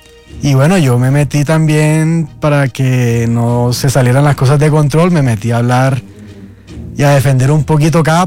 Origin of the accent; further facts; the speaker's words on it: Cartagena, Bolívar, Colombia; Yo soy de Cartagena.